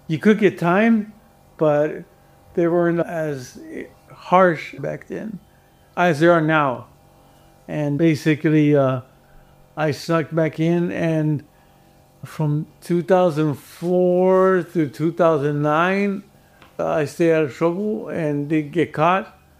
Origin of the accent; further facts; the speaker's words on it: Compton, California, United States; Or because I grew up in Compton. Yes, I grew up around gang members.